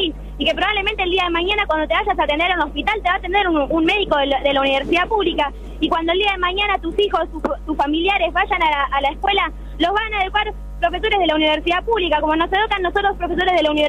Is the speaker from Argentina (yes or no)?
yes; Los Polvorines, Buenos Aires Province, Argentina; Yo, nuestra universidad, que es la ciudad de los polvorines, yo nací, me crié y espero morir ahí, porque es tan hermosa